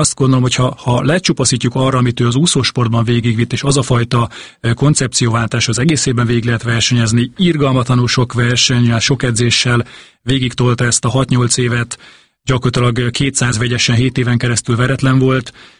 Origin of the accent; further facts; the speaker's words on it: Zalaegerszeg, Zala, Hungary; ő is zalaegerszegi, mint ahol én származom